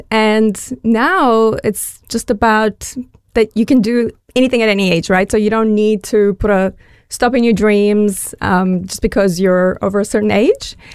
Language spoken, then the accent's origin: English; Bulgaria; now in New Zealand; I'm originally from Bulgaria, and that's a big meat-eating culture.